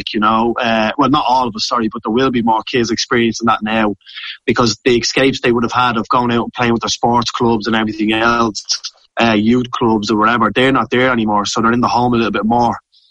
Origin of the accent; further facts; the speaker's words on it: Dublin, Leinster, Ireland; me growing up in Ballymun